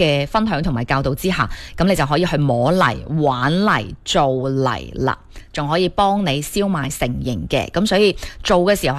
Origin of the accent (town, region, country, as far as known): Foshan, Guangdong, China